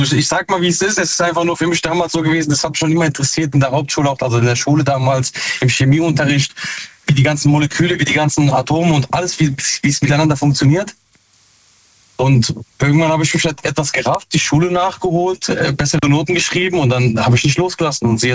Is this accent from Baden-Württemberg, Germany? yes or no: yes; Mannheim, Baden-Württemberg, Germany; Aus Mannheim.